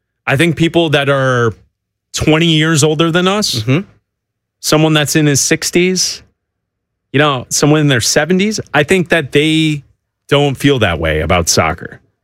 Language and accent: English; Chicago, Illinois, United States; I live here. That's my team, right? Like, you and I grew up in the Jordan era in Chicago.